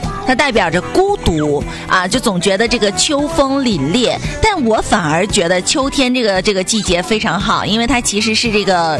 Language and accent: Chinese; Northeast China, China; 和咱们东北人的胃口不太一样。